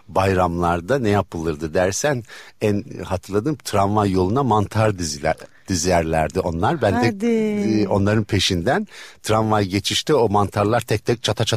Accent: Istanbul, Turkey; Vallahi çocukluğum farklı muhitlerde geçti. Bir Levanten İstanbul diyebileceğimiz Kurtuluş, Sinemköy, Tepeüstü.

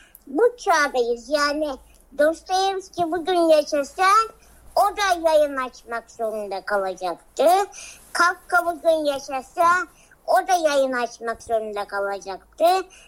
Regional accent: Adana, Turkey; ve bir Adanalıyım.

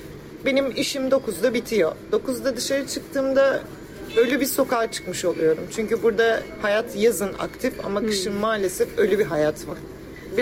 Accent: Istanbul, Turkey; born or raised there

